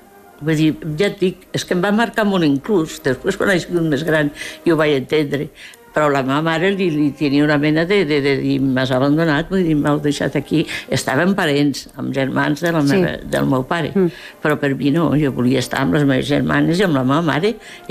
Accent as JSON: {"language": "Catalan", "country": "Andorra", "tie": "born there", "second_language": "Catalan", "said": "Amb 8 anys jo llegia i escrivia perfectament, vaig aprendre el català, bueno, el català per suposat, perquè era el meu idioma, per mi. Jo estava aquí a Andorra i havia de parlar català amb les amigues i amb tothom."}